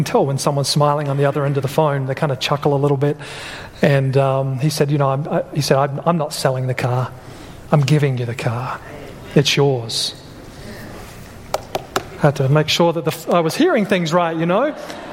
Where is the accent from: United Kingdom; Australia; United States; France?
Australia; moved away as an adult